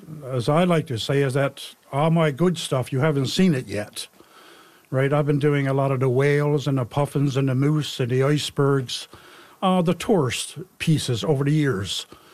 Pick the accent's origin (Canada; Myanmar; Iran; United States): Canada; Newfoundland and Labrador; also born or lived in Corner Brook / St. John's; I was reared up here in Port Oshawa.